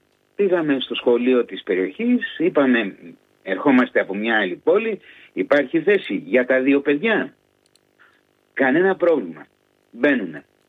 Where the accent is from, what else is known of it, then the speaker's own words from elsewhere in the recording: Greece; moved away as an adult; also born or lived in Gothenburg, Sweden; now in Helsingborg, Sweden; εμείς σαν Έλληνες